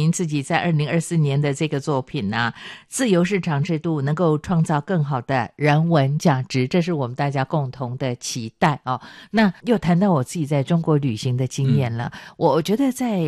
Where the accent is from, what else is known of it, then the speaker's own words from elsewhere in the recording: Taiwan; 像我在台湾长大嘛